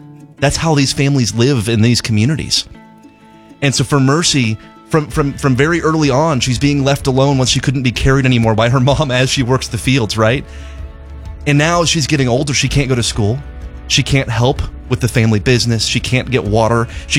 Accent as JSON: {"language": "English", "country": "Zimbabwe", "tie": "born or raised there", "said": "I grew up in Zimbabwe. I grew up at a mission hospital."}